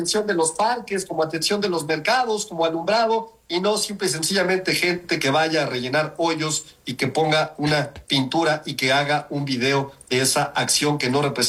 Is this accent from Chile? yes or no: no; Cuauhtémoc, Mexico City, Mexico; born there; Bueno, yo soy vecino de la Cuauhtémoc, nací aquí